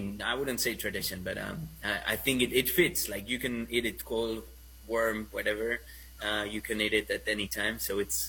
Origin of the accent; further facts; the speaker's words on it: Spain; accent: Spanish; English is a second language; It's my Spanish accent. It's my Spanish accent trying to talk Americano.